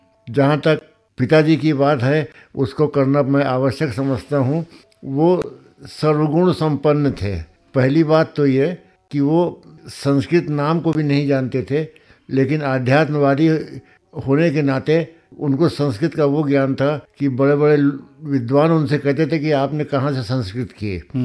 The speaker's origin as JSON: {"language": "Hindi", "town": "Lucknow", "region": "Uttar Pradesh", "country": "India", "said": "मैं लखनऊ का रहने वाला हूँ"}